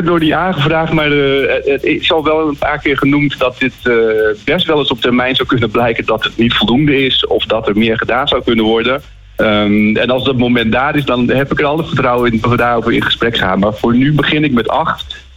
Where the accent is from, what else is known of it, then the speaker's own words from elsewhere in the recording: Groningen, Netherlands; also born or lived in Friesland; now in Utrecht, Netherlands; Mijn wieg die stond in Friesland, maar mijn hart ligt in Groningen. Ik ben hier volwassen geworden